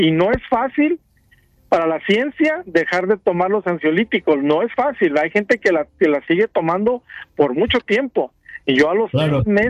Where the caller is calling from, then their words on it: Houston, Texas, United States; De Houston, Texas, padre.